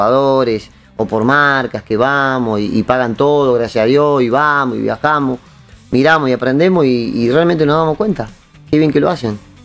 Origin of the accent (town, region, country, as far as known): Argentina